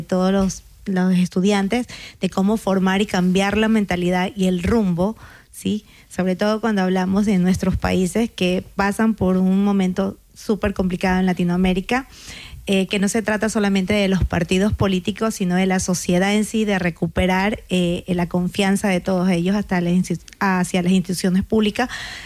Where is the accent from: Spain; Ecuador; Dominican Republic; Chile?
Ecuador; soy de Ecuador